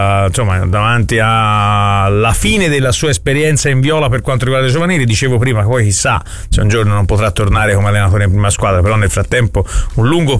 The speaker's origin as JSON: {"language": "Italian", "town": "Florence", "region": "Tuscany", "country": "Italy", "said": "noi ci si nasce, siamo innamorati di questi colori nascendoci"}